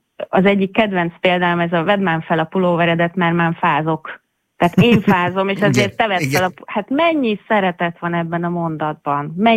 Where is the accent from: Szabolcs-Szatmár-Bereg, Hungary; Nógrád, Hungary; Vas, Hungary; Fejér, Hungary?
Szabolcs-Szatmár-Bereg, Hungary; Penyige; also born or lived in Fehérgyarmat, Hungary; Ugye nekem a szülőfalum hivatalosan Penyige, vagy hát technikailag Gyarmaton születtem, de Penyigén nőttem fel